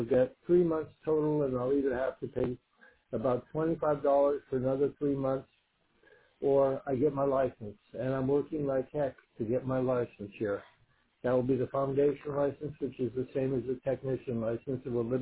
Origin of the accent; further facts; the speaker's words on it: Nantucket, Massachusetts, United States; moved away as an adult; now in England, United Kingdom; I'm from Nantucket Island, Massachusetts, the Commonwealth of Massachusetts, and I'm proud of it. And I've been 25 years in England.